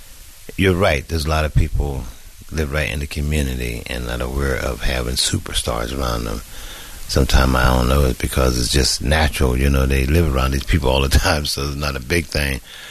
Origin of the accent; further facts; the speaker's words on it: Pittsburgh, Pennsylvania, United States; And I'm from Pittsburgh, born out of 10 kids. I'm the youngest one, okay?